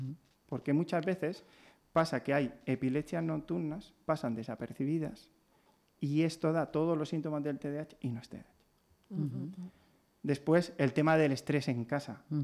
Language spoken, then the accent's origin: Spanish; Inca, Balearic Islands, Spain; yo soy de Inca, ¿vale? Entonces, yo vivía lo que llamábamos los pisos de chocolate, que es una barriada que está ya a las afueras de Inca